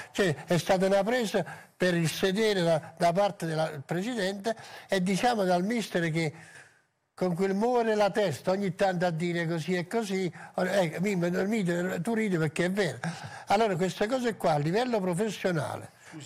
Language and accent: Italian; Naples, Campania, Italy; io che sono napoletano